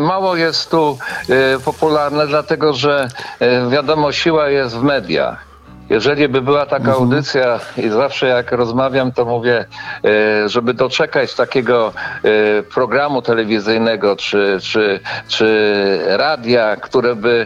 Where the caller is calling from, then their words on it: Olsztyn, Warmian-Masurian Voivodeship, Poland; mieszkam w Olsztynie.